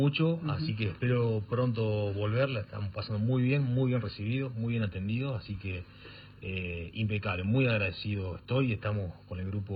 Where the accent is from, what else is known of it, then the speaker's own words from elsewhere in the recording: Río Cuarto, Córdoba, Argentina; soy de Río Cuarto, provincia de Córdoba.